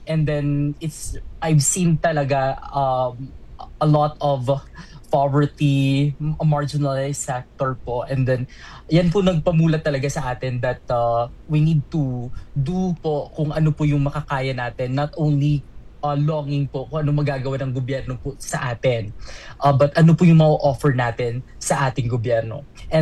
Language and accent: Tagalog; Bacolod, Western Visayas, Philippines; So Bacolod City po is really kung saan po ako pinanganak and my hometown.